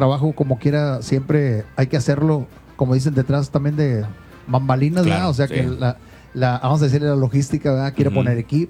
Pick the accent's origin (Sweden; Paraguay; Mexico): Mexico; Monterrey, Nuevo León; soy de Monterrey, Nuevo León